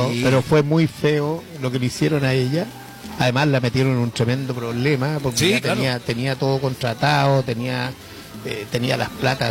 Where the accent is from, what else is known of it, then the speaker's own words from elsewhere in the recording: Chile; somos los chilenos